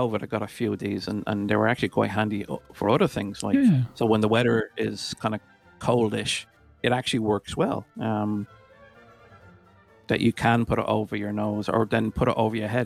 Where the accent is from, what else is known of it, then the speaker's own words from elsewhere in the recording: Ireland; I'm Irish.